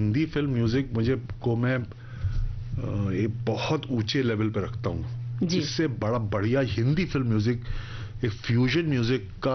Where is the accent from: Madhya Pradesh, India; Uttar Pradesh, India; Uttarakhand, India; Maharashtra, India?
Uttarakhand, India; वैसे तो मैं हूँ उत्तराखंड का, हम लोग पहाड़ के हैं रहने वाले